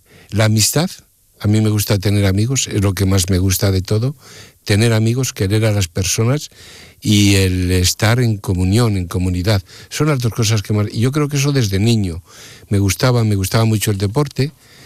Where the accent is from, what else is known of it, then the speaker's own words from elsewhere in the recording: Castile and León, Spain; En mi pueblo donde yo nací, de Burgos, hay un monasterio de agustinos y yo desde el principio pues viví lo que ellos vivían, porque es un pueblecito, había 60 vecinos.